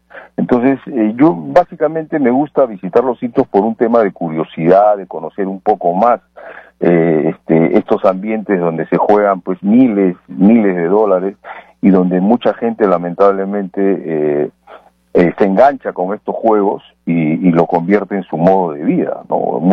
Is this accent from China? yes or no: no; Peru; now in United States; en el caso del Perú, recuerdo de donde soy originario.